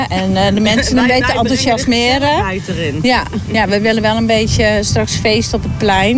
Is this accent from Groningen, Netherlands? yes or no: yes; Groningen, Netherlands; born there; moved away as an adult; now in Den Helder, Netherlands; ik hier gewoond heb van mijn 7e tot mijn 21ste.